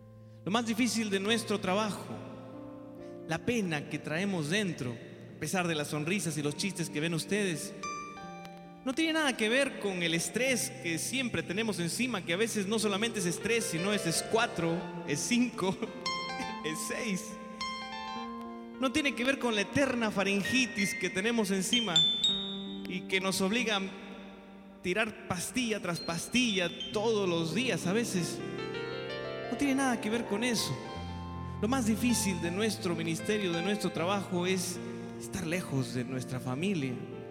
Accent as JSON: {"language": "Spanish", "country": "Peru", "said": "otros peruanos"}